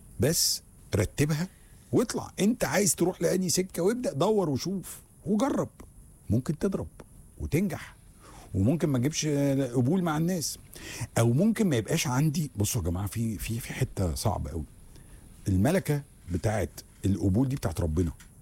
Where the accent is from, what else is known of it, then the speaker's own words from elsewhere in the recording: Luxor, Luxor Governorate, Egypt; انا بما اني بقى بتكلم على من الأقصر وانا راجل من الأقصر، الحياة جوه الأقصر بالليل عاملة ازاي؟